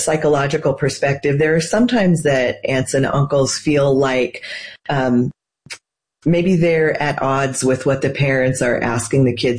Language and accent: English; Nebraska, United States; now in Colorado Springs, United States; Well, I grew up in Nebraska